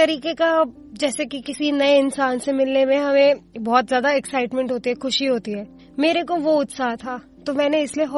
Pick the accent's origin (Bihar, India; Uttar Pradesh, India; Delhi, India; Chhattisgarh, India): Delhi, India; दिल्ली की ही रहने वाली हूँ।